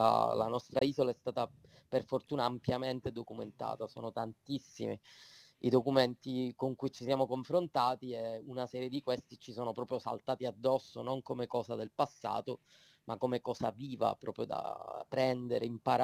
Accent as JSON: {"language": "Italian", "region": "Sicily", "country": "Italy", "said": "Come siciliani"}